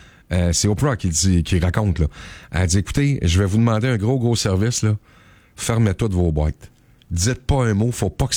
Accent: Quebec, Canada; pas juste de chez nous au Québec, de partout à travers la planète.

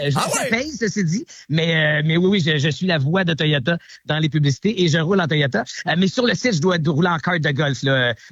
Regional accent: Gatineau, Quebec, Canada; moi, je suis originaire d'ici à Gatineau.

